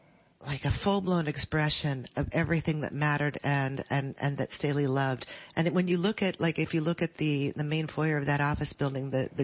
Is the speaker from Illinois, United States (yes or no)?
yes; Decatur, Illinois, United States; I'm from Decatur.